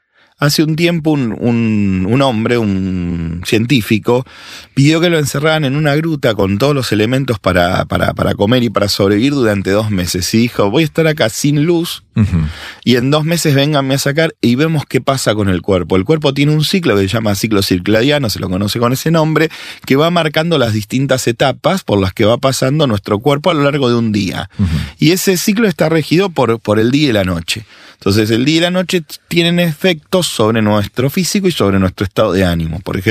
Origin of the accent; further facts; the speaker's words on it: Argentina; lo que sí estamos viviendo ahora nosotros los argentinos con la ley del aborto